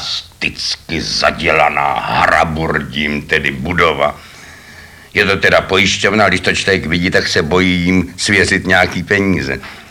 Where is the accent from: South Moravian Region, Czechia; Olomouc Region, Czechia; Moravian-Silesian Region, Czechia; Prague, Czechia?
Prague, Czechia; born there; jsem se narodil na Smíchově, no.